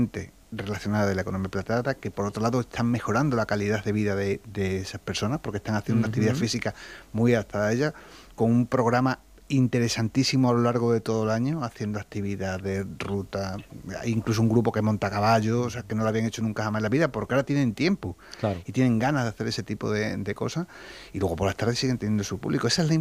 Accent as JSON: {"language": "Spanish", "town": "Almendralejo", "region": "Extremadura", "country": "Spain", "said": "Yo soy de Almendralejo, una ciudad cercana aquí a Mérida."}